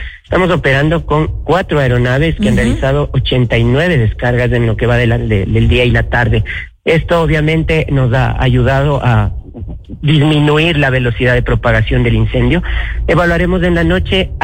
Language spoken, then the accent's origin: Spanish; Quito, Pichincha, Ecuador; Nosotros somos de acá de Quito, conocemos del territorio